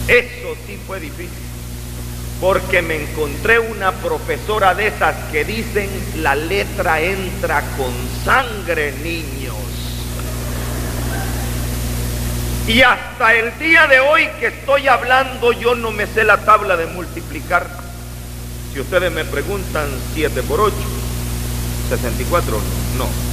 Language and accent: Spanish; Santa Rosa de Lima, La Unión, El Salvador; Yo nací en Santa Rosa de Lima, en el departamento de La Unión.